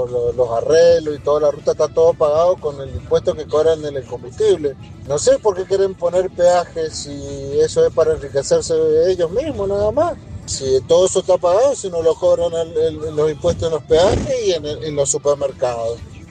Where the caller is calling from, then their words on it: Luján de Cuyo, Mendoza, Argentina; de Luján.